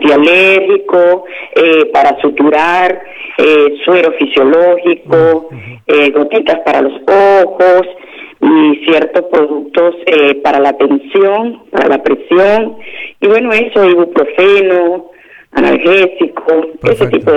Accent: Venezuela; now in Argentina

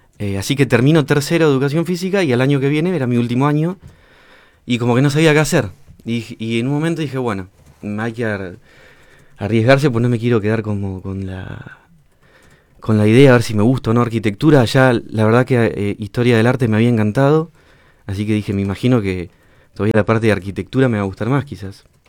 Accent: Bahía Blanca, Buenos Aires Province, Argentina; Soy de acá, sí, sí.

